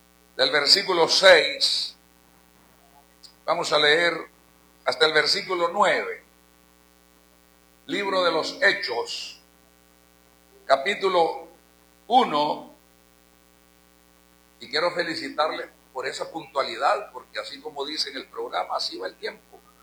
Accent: El Salvador; also born or lived in Honduras; Todos somos catrachos de nacimiento, pero yo me crecí en El Salvador, y ella es la primera de la familia y yo soy el último. Entre nosotros dos hay 21 hermanos más, somos 23 por todos

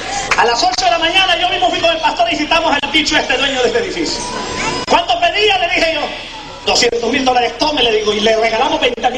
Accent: Honduras; moved away; also born or lived in Costa Rica; Nacido en Honduras. Costarricense por naturalización. Mi padre en Honduras, el hombre que me crió. Tuvo mucho poder en mi tierra.

